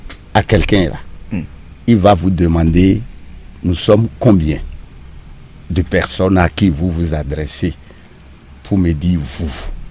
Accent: Atakora, Benin; Je suis de l'Atakora 100%. De père, de mère, d'ancêtre et puis de grands-parents.

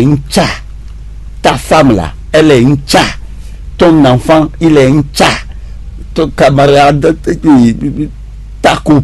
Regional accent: Atakora, Benin; Je suis de l'Atakora 100%. De père, de mère, d'ancêtre et puis de grands-parents.

